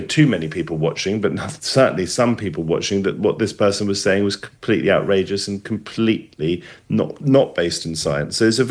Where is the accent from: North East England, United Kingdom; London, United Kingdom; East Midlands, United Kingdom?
London, United Kingdom; I'm from West London